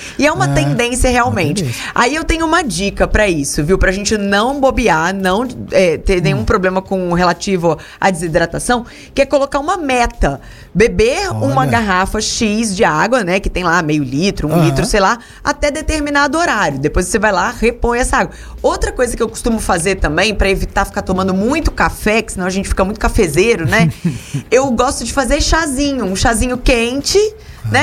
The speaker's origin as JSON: {"language": "Portuguese", "region": "Minas Gerais", "country": "Brazil", "moved": "yes", "lives_now": "Brasília, Brazil", "said": "Sou de uma região de Minas, onde na época do inverno chove bastante."}